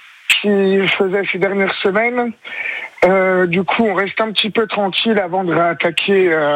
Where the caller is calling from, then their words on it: Ladoix-Serrigny, Bourgogne-Franche-Comté, France; j'habite à Douai-Sérigny.